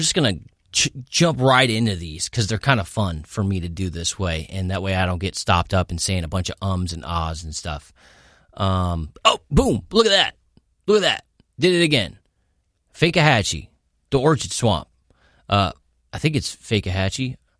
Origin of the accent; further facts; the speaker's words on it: Cape Coral, Florida, United States; born there; moved away; I don't live in Cape Coral, so I can't really make any decisions, although I was born in Cape Coral, in Cape Coral Hospital. But I do not live there